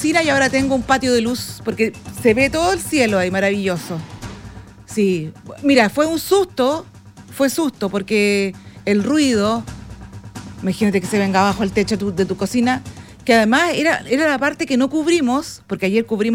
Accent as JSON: {"language": "Spanish", "town": "Iquique", "region": "Tarapacá", "country": "Chile", "said": "Somos iquiqueños"}